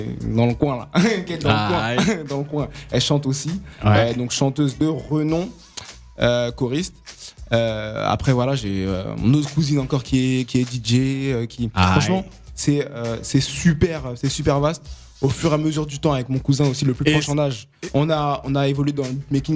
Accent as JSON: {"language": "French", "country": "Martinique"}